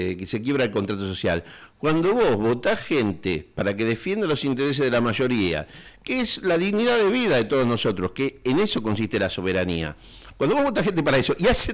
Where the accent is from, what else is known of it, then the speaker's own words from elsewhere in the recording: Argentina; no somos los únicos argentinos que tenemos bronca.